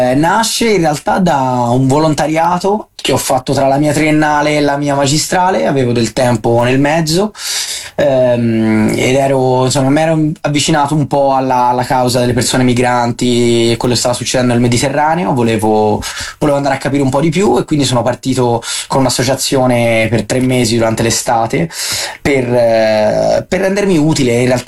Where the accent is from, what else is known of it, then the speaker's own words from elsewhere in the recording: Bagno a Ripoli, Tuscany, Italy; Io sono di Bagnarripoli